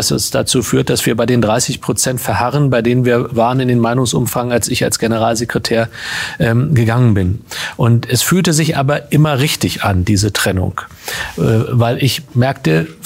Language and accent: German; East Germany, Germany; Ich komme aus dem Osten